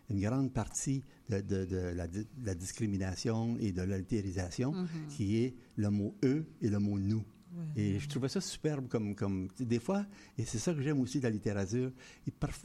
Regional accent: Quebec, Canada; dites-leur que je suis québécoise.

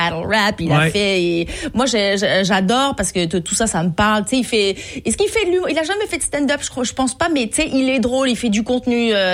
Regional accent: France; je pense que c'est parce que je suis française.

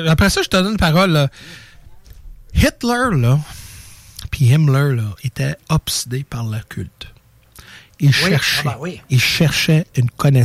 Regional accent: Montreal, Quebec, Canada; moved away; moi, je viens de Montréal

